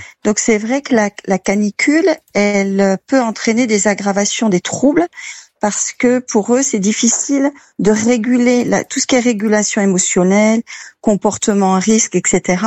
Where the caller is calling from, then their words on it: Hauts-de-France, France; moi je suis dans le Douaisis